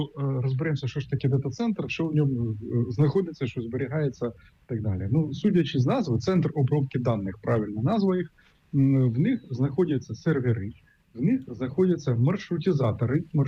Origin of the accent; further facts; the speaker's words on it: Sumy Oblast, Ukraine; наприклад, мою рідну Сумську область, туди не один кабель заходить, а декілька кабелів.